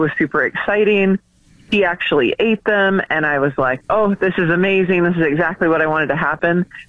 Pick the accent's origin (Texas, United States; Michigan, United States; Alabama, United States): Texas, United States; I am born and raised in Texas. Now, I have lived all over Texas, and Texas is so big. The climate, I've lived off the coast, and I've lived in northeast Texas, but where I've lived the longest is in central Texas